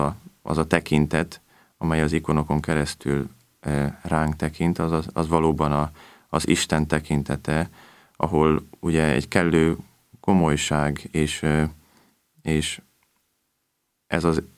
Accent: Máriapócs, Szabolcs-Szatmár-Bereg, Hungary; Mária Pócson nőttem föl

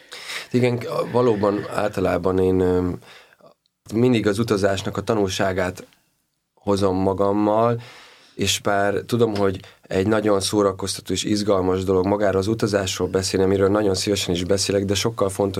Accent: Hungary; én magyar vagyok

